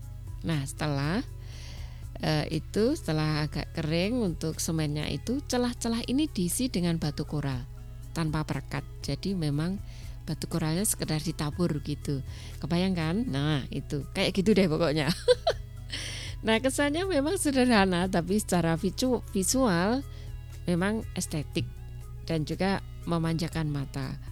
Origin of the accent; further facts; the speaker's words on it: Java, Indonesia; saya orang Jawa.